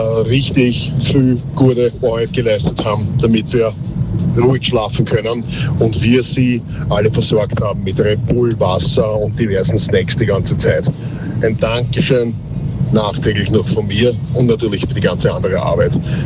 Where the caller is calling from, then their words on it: Bruck an der Leitha, Lower Austria, Austria; Ich bin aus Bruck an der Leiter